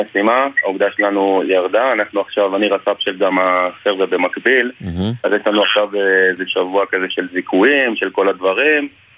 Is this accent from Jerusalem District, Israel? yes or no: no; Jezreel Valley, Northern District, Israel; אני בא מעמק ישראל, ממושב. כל החיים שלי גדלתי בסביבה חקלאית. כל החברים שלי גם היום הם רובם חקלאים.